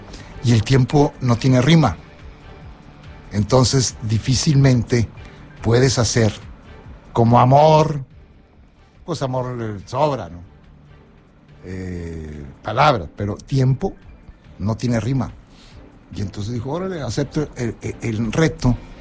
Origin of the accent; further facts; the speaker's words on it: Nuevo León, Mexico; agradezco yo como nuevo leonés.